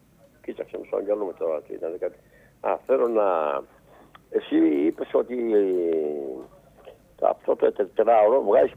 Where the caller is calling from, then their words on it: Agioi Theodoroi, Greece; είμαι από Αγίος Θοδόρους